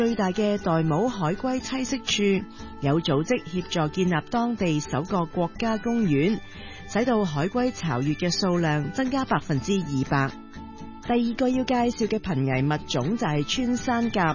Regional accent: Hong Kong; 亦都提醒我哋，我哋香港人有咩啊？有狮子山精神咯

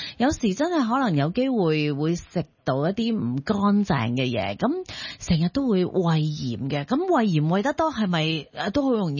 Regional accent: China; 咁係唔係即係我哋中國人係特別容易有嘅？

